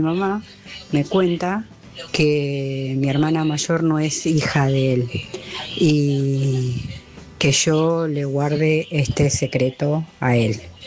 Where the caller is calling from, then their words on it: Rafael Calzada, Buenos Aires Province, Argentina; de Rafael Calzada.